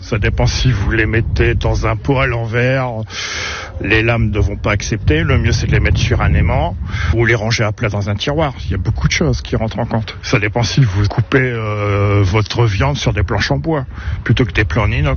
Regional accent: Corbie, Hauts-de-France, France; Je suis à Corbie, je suis d'ici.

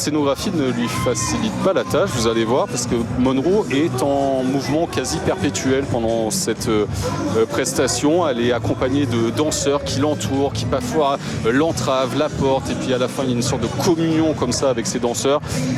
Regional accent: France

